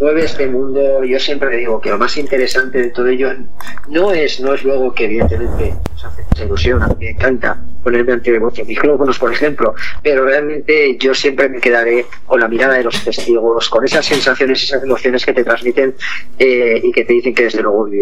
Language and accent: Spanish; Miranda de Ebro, Castile and León, Spain; vais a viajar hasta mi tierra, hasta mi ciudad, hasta Miranda de Ebro